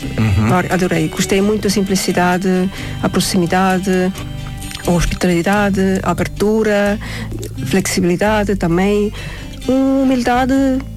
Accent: Estonia; Portuguese is a second language; now in Portugal; eu ainda sou da Estónia, não é? Tenho algumas partes de cultura ainda muito fortes em mim

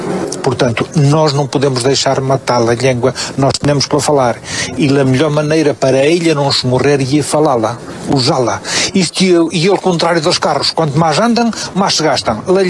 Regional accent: Miranda do Douro, Norte, Portugal; sou de Miranda.

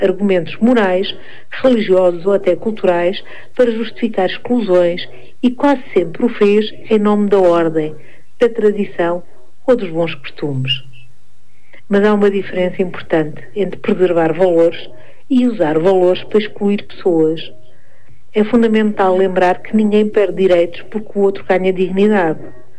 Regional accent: Guarda, Portugal; born there; moved away; also born or lived in Germany; Sou portuguesa, nascida e criada em Portugal, numa família tradicional, da guarda

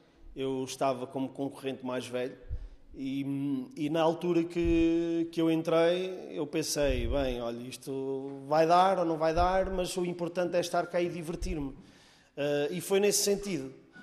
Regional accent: Dornelas do Zêzere, Portugal; no rancho da minha terra, do Ornelas do Zezer

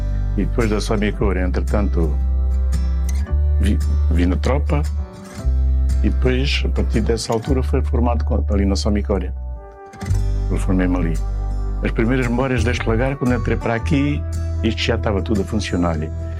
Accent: Ervidel, Alentejo, Portugal; sou natural de Ervidel, sempre tenho vivido em Ervidel e tenho 69 anos.

